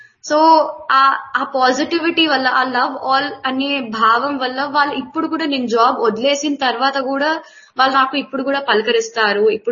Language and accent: Telugu; Hyderabad, Telangana, India; moved away as an adult; now in Dehradun, India; నా home town Hyderabad. Present నేను ఇప్పుడు దేహ్రాదూన్ లో ఉంటున్నాను.